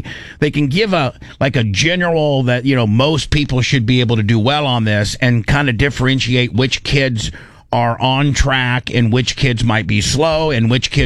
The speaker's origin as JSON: {"language": "English", "country": "United States", "said": "You know what I am? I'm an American."}